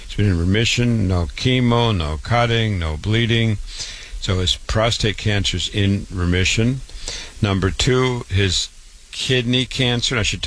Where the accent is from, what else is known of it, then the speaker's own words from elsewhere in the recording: Waterloo, Iowa, United States; board-certified doctor. I was born and raised in Waterloo, Iowa, public school, university, MD at 25